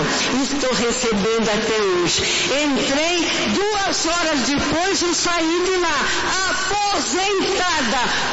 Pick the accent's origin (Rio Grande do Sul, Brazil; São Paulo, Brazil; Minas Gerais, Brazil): São Paulo, Brazil; Francisco Morato; Francisco Morato.